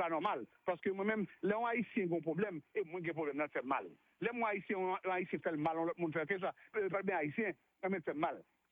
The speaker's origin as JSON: {"language": "French", "country": "Haiti", "said": "Et on est haïtien, quand on travaille sérieux dans la communauté, mais on supporte une communauté haïtienne"}